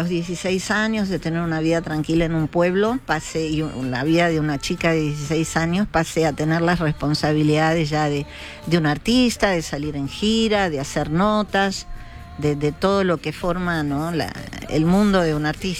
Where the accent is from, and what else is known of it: Paso del Rey, Buenos Aires Province, Argentina; born or raised there